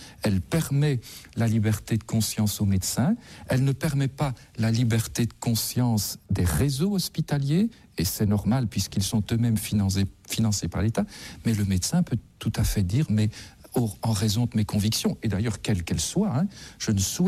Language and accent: French; Belgium; Exactement comme pour chez nous, en Belgique, la question du mariage homosexuel.